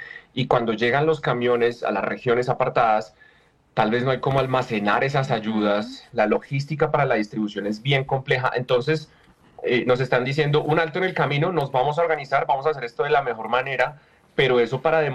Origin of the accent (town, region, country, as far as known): Colombia